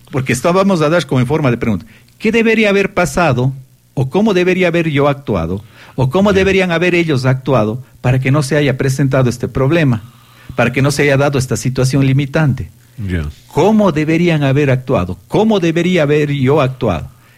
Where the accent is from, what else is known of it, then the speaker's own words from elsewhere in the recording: Ecuador; yo soy ecuatoriano